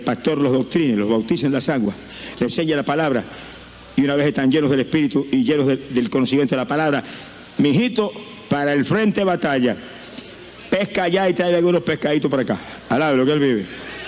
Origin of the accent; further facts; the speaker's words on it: Camuy, Puerto Rico; Yo viví 35 años perdido en mi pueblo de Camuy.